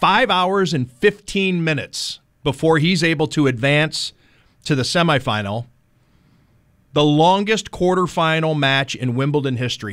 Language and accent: English; Cleveland, Ohio, United States; When I was growing up in Cleveland, there was a sports, the all-sports radio station there